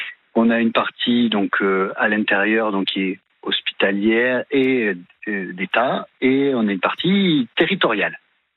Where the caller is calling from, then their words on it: Bordeaux, Nouvelle-Aquitaine, France; puisque je suis à Bordeaux.